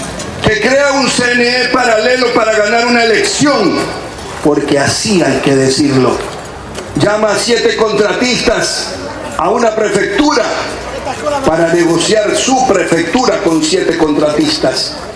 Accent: Mocache, Los Ríos, Ecuador; Yo también soy un hijo de Mocache.

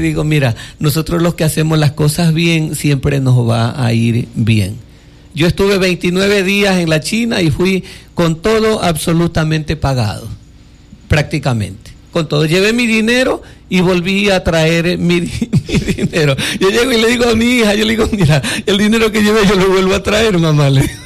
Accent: Quevedo, Los Ríos, Ecuador; como yo soy de Quevedo

